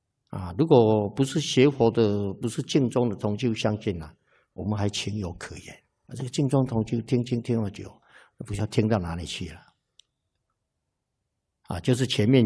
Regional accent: Taiwan; 我们台湾人啊

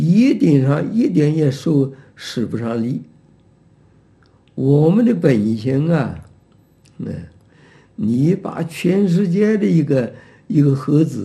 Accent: Taiwan; born there; 就拿台湾来讲，我们生在台湾

